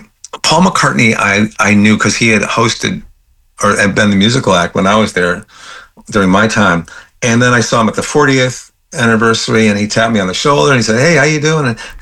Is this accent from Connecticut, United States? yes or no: yes; Connecticut, United States; moved away; I grew up in Connecticut, and Boston is one of my favorite towns. And right now I'm up in southern Maine.